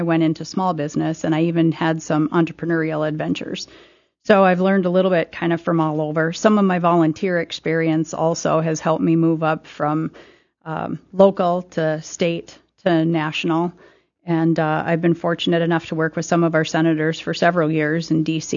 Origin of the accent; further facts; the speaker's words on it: Wahpeton, North Dakota, United States; Well, I'm originally from Wahpeton. I came here straight out of college and did more college